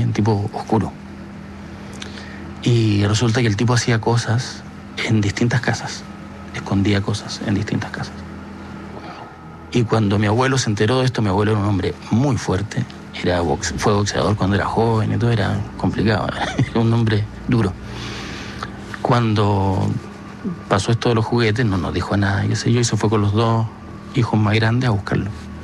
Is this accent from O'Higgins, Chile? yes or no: no; Magallanes, Chile; porque yo soy magallánico.